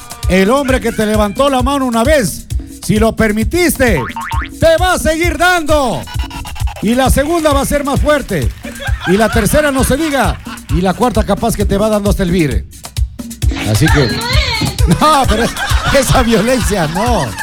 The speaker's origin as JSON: {"language": "Spanish", "country": "Ecuador", "said": "Mi pueblo afroecuatoriano."}